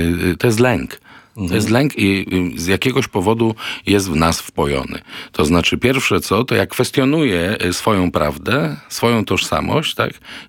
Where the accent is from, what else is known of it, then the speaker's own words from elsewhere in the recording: Silesian Voivodeship, Poland; jestem synek z PGR-u. Jestem przaśny, śląski i zwyczajny.